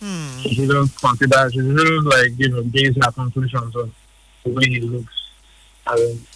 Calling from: Port Harcourt, Rivers, Nigeria; I'm calling from Woji for Sanford.

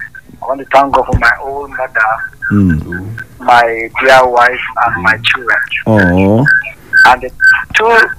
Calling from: Nigeria; I'm calling from Garden Koa.

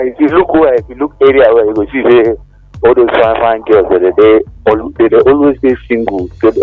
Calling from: Abuja, Federal Capital Territory, Nigeria; I'm calling you from Guzafe.

